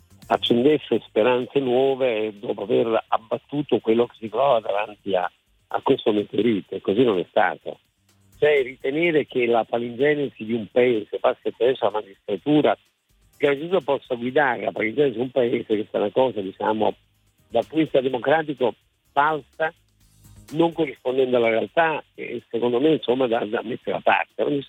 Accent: Naples, Campania, Italy; io che sono napoletano

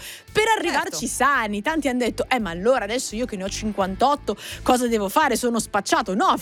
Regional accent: Lombardy, Italy; lì in Val d'Intelvi, che è un posto proprio al confine tra l'Italia e la Svizzera, vicino al lago, quindi su dalle mie parti

